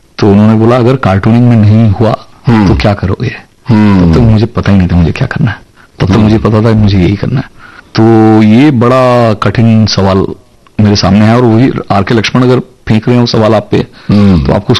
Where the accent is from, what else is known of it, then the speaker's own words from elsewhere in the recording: Matabira, Odisha, India; also born or lived in Bhilai; तब तक हम उड़ीसा शिफ्ट हो चुके थे भिलाई से, और ये बहुत छोटा सा गांव था, इसका नाम माताबिरा है। मतलब वहां पर … माताबिरा लिख के चिट्ठी डालिए मेरे घर आ जाती थी